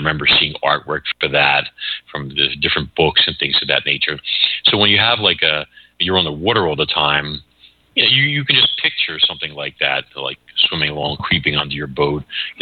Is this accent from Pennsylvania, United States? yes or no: yes; Philadelphia, Pennsylvania, United States; also born or lived in Brooklyn; But we moved to Philadelphia when I was like, you know, 3 or 4 years old. So I grew up in Philly.